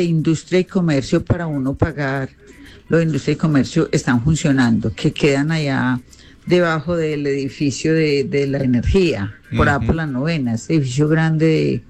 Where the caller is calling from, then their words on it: Risaralda, Colombia; Le hablo de Galicia.